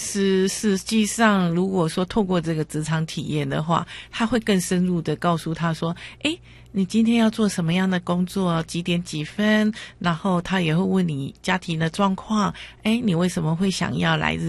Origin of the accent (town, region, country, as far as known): Taiwan; also born or lived in Japan